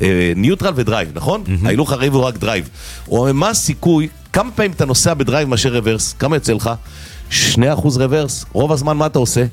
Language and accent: Hebrew; Elad, Central District, Israel; גדלתי בשנים בעיר הנפלאה הזאת, אלעד, עיר התורה והחסידות